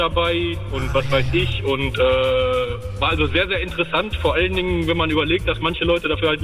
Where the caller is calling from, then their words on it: Birkenfeld, Baden-Württemberg, Germany; aus Birkenfeld im Enzkreis.